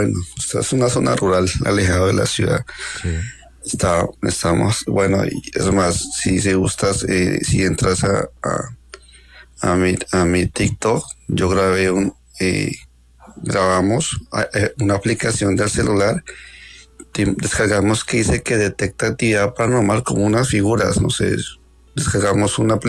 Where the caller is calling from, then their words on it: Mocoa, Putumayo, Colombia; aquí de Mofoa, Putumayo, perfecto, al sur de Colombia.